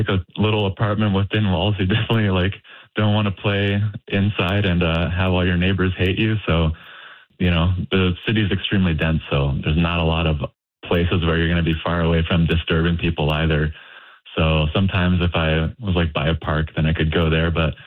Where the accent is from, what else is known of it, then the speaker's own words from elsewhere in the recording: New Minas, Nova Scotia, Canada; moved away as an adult; also born or lived in Ontario / New York; Yeah, I grew up in New Minas, and then when I started university, I moved out to Ontario, and from there, went to New York for work.